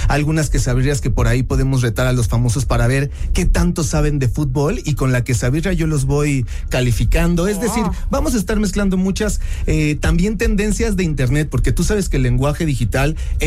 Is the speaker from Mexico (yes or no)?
yes; Mexico; Hay un valor que nosotros como mexicanos tenemos que se llama el regateo